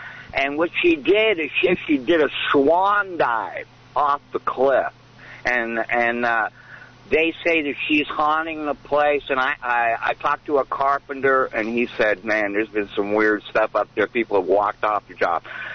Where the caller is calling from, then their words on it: Santa Cruz, California, United States; Santa Cruz.